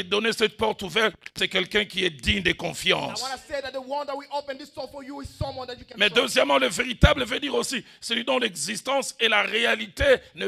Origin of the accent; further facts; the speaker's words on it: Kinshasa, DR Congo; Chez nous à Kinshasa